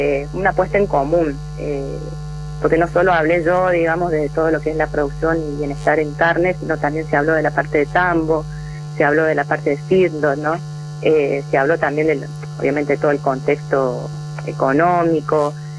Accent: Córdoba, Argentina; also born or lived in Corrientes / Buenos Aires; yo soy cordobesa, me recibí en la Nacional acá en Córdoba, y en ese año me fui a trabajar a Corrientes

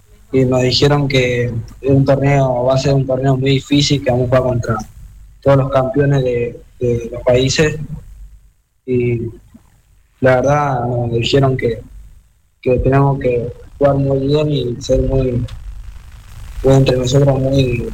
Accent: Resistencia, Chaco, Argentina; Resistencia.

